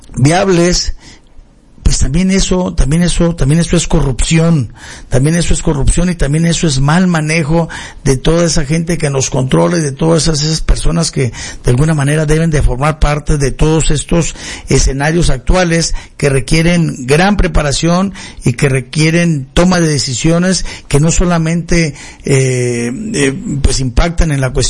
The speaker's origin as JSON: {"language": "Spanish", "country": "Mexico"}